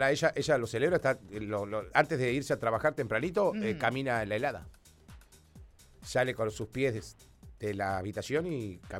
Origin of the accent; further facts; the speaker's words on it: Argentina; como todo argentino de bien